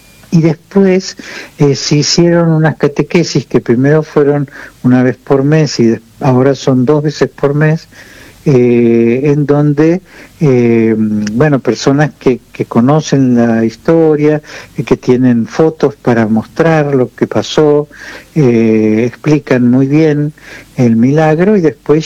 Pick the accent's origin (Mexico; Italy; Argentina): Argentina; also born or lived in Toledo, Spain; volví a la Argentina, yo soy argentino, ¿no es cierto?